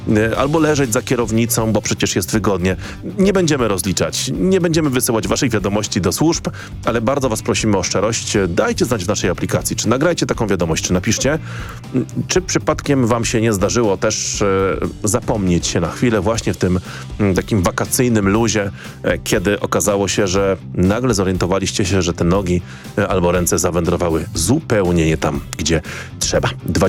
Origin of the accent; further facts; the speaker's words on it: southern Poland, Poland; jak to się mawia w moich stronach na południu